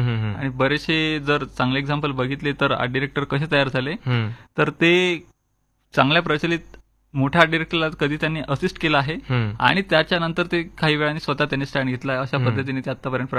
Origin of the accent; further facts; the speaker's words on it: Yavatmal, Maharashtra, India; मूळ माझं गाव यवतमाळचं, तिथनं चित्रकलेला लहानपणीपासून आवड होती.